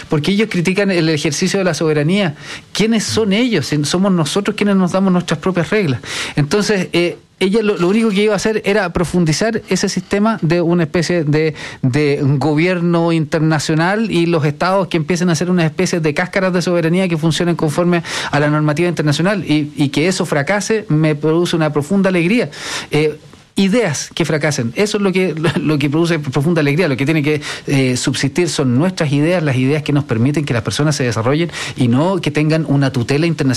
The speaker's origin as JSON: {"language": "Spanish", "town": "Santiago", "region": "Santiago Metropolitan Region", "country": "Chile", "tie": "born or raised there", "said": "yo en mi infancia me tocó vivir en la Estación Central, muy cerca de la Villa Francia, en Puente Alto, en la Florida, cerca de lugares muy conflictivos"}